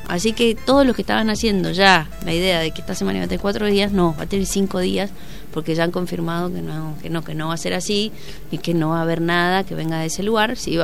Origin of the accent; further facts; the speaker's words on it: Argentina; somos un país tremendamente futbolero